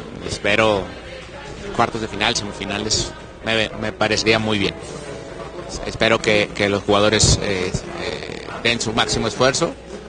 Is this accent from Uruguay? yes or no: no; Mexico; Como mexicano siempre es expectativas altas